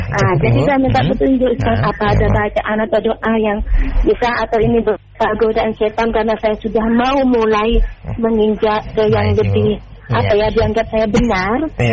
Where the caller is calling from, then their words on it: East Java, Indonesia; Saya dari Madura.